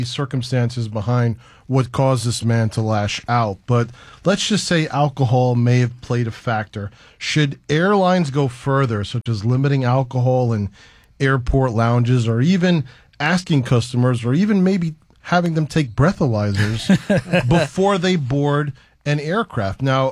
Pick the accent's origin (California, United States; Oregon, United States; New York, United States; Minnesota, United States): New York, United States; Brooklyn; I'm from Brooklyn.